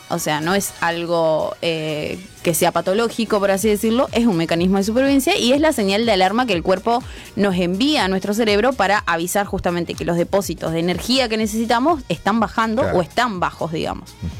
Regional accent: San Jaime de la Frontera, Entre Ríos, Argentina; desde mi pueblo, como siempre, San Jaime de la Frontera

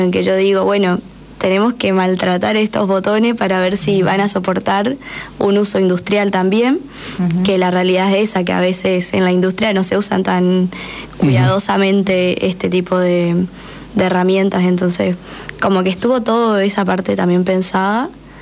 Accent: Paso de los Libres, Corrientes, Argentina; now in Concordia, Argentina; encontré que había en Concordia, que me queda cerca, soy de Paso de los Libres, de Corrientes.

